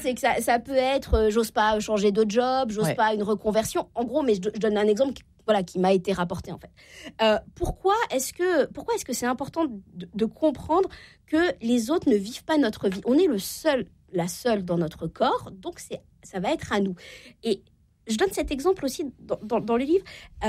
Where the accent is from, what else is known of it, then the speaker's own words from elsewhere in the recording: Normandy, France; quand vous vivez dans le nord de la France ou en Normandie, je viens de Normandie, je peux me permettre de citer